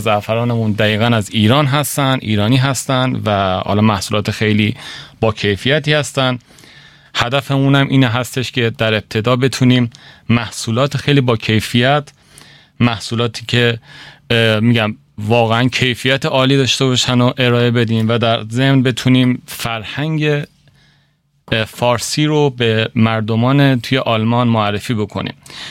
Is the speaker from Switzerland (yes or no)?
no; Iran; now in Germany; Ich komme ursprünglich aus dem Iran und lebe seit einigen Jahren in Deutschland.